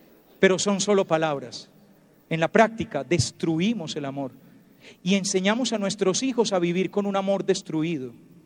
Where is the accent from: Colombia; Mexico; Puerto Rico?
Colombia; Antioquia; ¡Qué rico que somos paisas!